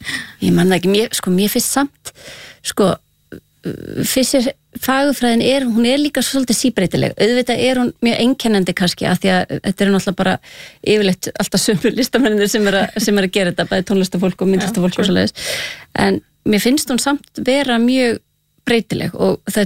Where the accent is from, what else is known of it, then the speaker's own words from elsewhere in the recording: Mosfellsbær, Capital Region, Iceland; við ólst upp í Mosfellsveit af því að það var ekki fyrir 87 sem þetta varða bæ